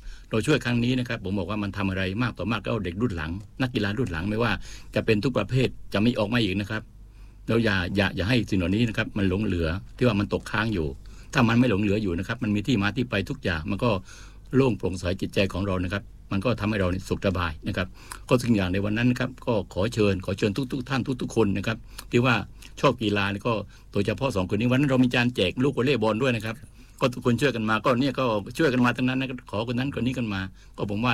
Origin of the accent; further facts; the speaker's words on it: Southern Thailand, Thailand; เราเป็นคนใต้คนหนึ่งนะครับโดยเฉพาะคน14จังหวัดภาคใต้นะครับ